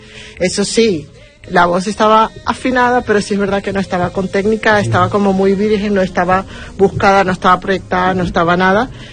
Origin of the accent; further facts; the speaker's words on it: Venezuela; Pues a mí me ha marcado mucho todo, porque claro, yo vengo de Venezuela. En Venezuela no se escucha normalmente jazz.